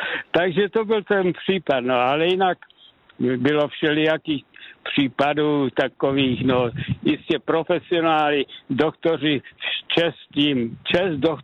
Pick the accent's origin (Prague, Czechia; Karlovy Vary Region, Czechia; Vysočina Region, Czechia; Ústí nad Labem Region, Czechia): Prague, Czechia; now in Canada; Takže v roce 80. roku v srpnu jsme se vystěhovali z Prahy, jsme odletěli do Kanady, Lethbridge, blízko Calgara, 300 kilometrů od Calgar.